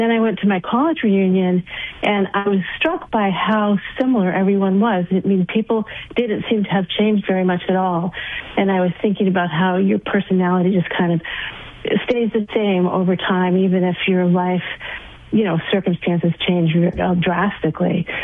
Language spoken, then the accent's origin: English; Milton, Massachusetts, United States; Well, I grew up in Milton, but when I was a kid, my mom used to take us four kids for a week every summer in Marshfield.